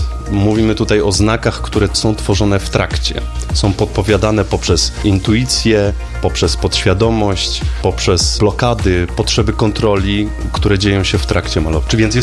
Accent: Skawina, Lesser Poland, Poland; ze Skawiny, z mojego rodzinnego miasta

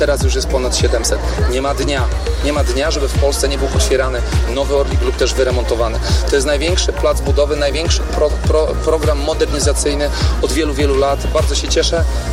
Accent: Greater Poland Voivodeship, Poland; Mówię to z wielką dumą, jako Wielkopolanin, że Wielkopolska bardzo mocno korzysta z programu modernizacyjnego

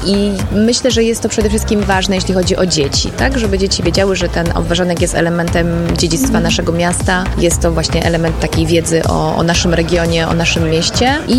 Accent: Kraków, Lesser Poland, Poland

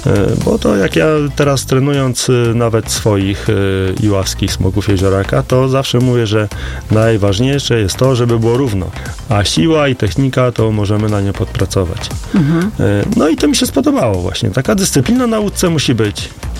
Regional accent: Biskupiec, Warmian-Masurian Voivodeship, Poland; tam u mnie na terenie gminy Biskupiec, bo pochodzę z gminy Biskupiec.

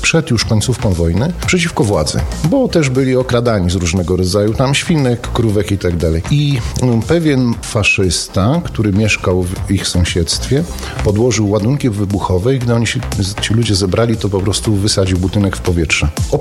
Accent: Szczecinek, West Pomeranian Voivodeship, Poland; also born or lived in Wrocław / Góry Stołowe; No jestem takim typowym pomorskim kundlem, więc urodziłem się we Wrocławiu, wychowywałem się w Szczecinku, później wyjechałem z rodzicami w Góry Stołowe

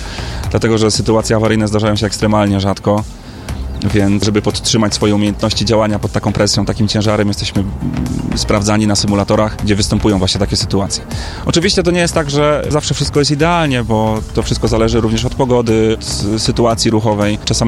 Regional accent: Poznań, Greater Poland Voivodeship, Poland; Mi się udało dostać na lotnisko w Poznaniu, gdzie ja jestem poznaniakiem, więc z tego tytułu byłem bardzo zadowolony.

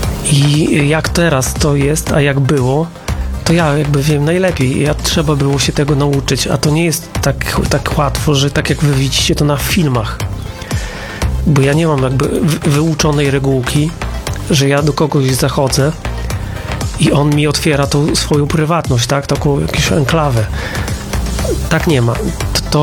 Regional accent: Mońki, Podlaskie Voivodeship, Poland; born there; Ja się urodziłem w Mońkach, moja mama pochodzi z miejscowości Krynica, to gmina Czcianne.

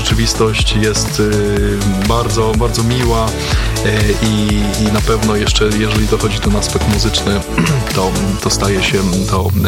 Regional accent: Radom, Masovian Voivodeship, Poland; do tego mogłem dołożyć taką skromną polską cegiełkę i również zagrać ten polski, w moim przypadku radomski akcent na japońskiej ziemi.

